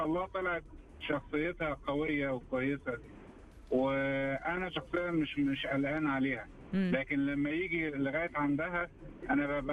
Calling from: Egypt; إحنا عندنا في مصر بيقولوا الواحد لازم يتخشن

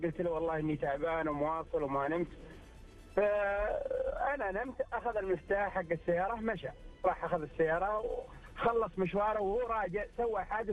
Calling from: Riyadh, Riyadh Province, Saudi Arabia; من الرياض.

